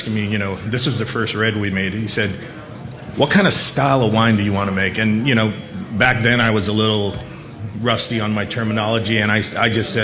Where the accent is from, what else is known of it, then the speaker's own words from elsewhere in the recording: Honolulu, Hawaii, United States; moved away as an adult; also born or lived in Sacramento; now in Napa Valley, United States; I was born and raised in Kalihi.